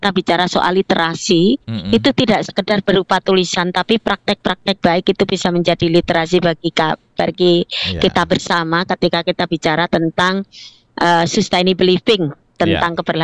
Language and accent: Indonesian; Sleman, Special Region of Yogyakarta, Indonesia; born there; bahwa kami lahir di Sleman ini, di daerah yang kasmen tangkapan airnya itu masih bagus.